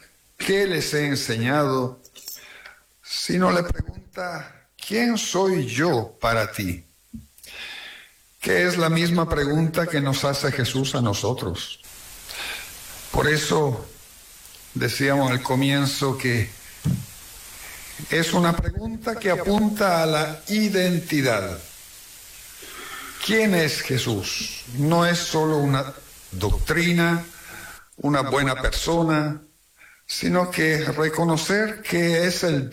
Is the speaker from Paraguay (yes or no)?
no; Patagonia, Argentina